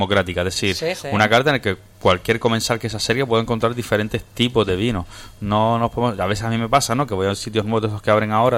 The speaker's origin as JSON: {"language": "Spanish", "region": "Canary Islands", "country": "Spain", "said": "nosotros que venimos de Canarias"}